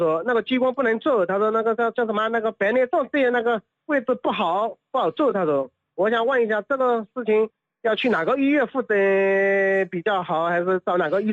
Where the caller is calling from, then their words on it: Taizhou, Zhejiang, China; 对我是台州的了